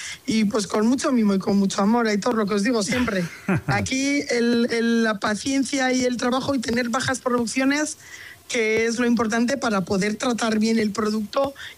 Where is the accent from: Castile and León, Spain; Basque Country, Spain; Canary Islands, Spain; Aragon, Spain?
Basque Country, Spain; Bilbao; now in Cantabria, Spain; venimos del mismo barrio de Bilbao, porque nosotros somos de Recalde, de Bilbao.